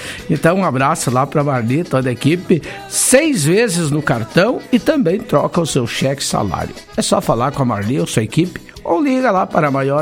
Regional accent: Vacaria, Rio Grande do Sul, Brazil; minha terra natal na vacaria é o Jardim dos Pampas, né? Rua Progresso, principalmente.

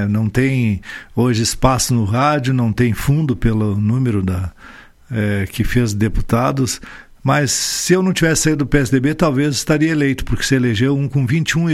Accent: Monte Alegre dos Campos, Rio Grande do Sul, Brazil; now in Vacaria, Brazil; Mas Monte Alegre é minha terra, né?

